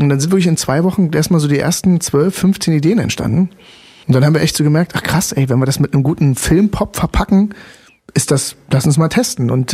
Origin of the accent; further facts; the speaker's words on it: Germany; Und es lag halt nahe, weil Deutsch, ich bin Deutscher, ich kann mich so ausdrücken